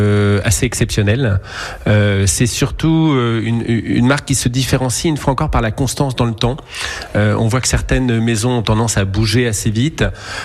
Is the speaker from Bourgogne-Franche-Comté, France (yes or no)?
yes; Bourgogne-Franche-Comté, France; moved away; je suis originaire de Bourgogne. Mon grand-père était vigneron à Meursault.